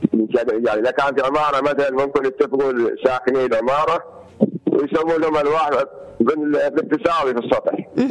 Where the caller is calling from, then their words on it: Hadhramaut, Yemen; أنا من حضرموت الوادي